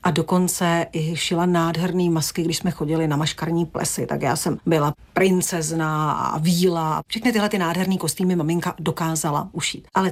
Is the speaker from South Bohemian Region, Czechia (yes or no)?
yes; Vimperk, South Bohemian Region, Czechia; až když mi bylo 7 let, tak my jsme k mojí babičce na Solnou Lhotu chodili pěšky, což je z Vimperka, odkud pocházím, nějakých 5-6 kilometrů.